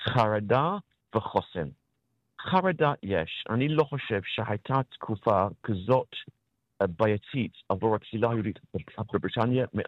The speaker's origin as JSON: {"language": "Hebrew", "country": "United Kingdom", "said": "אני בריטי"}